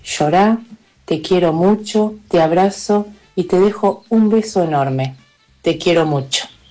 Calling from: San José, Entre Ríos, Argentina; de San José Entre Ríos.

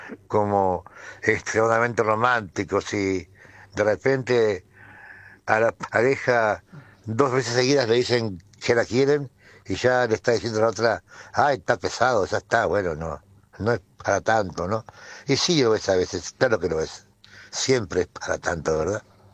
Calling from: Fray Bentos, Río Negro, Uruguay; me comunico desde Fray Bentos, Río Negro, República Oriental del Uruguay.

